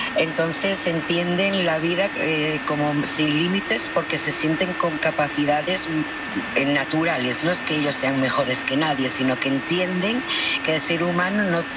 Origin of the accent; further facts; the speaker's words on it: Asturias, Spain; Bueno, para mí sí, porque yo soy asturiana, pequeñita